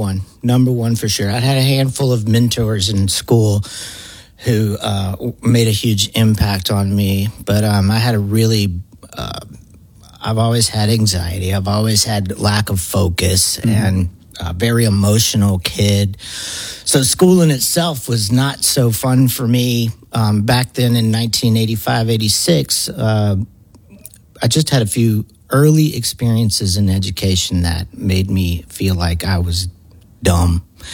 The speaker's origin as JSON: {"language": "English", "town": "Lake Charles", "region": "Louisiana", "country": "United States", "tie": "born or raised there", "said": "I'm originally from Lake Charles."}